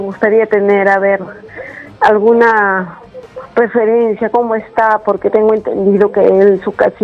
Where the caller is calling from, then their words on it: Pisco, Ica, Peru; Yo llamo de Pisco.